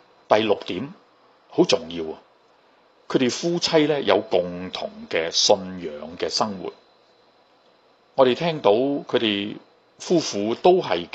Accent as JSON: {"language": "Cantonese", "country": "China", "said": "咁呢我哋中國人都有句說話講，家家有本難念的經。"}